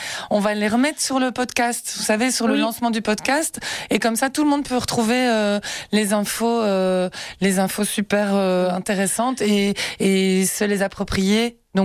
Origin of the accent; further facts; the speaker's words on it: Brussels, Belgium; born there; Moi, je suis née à Bruxelles, donc je connais Bruxelles de gauche à droite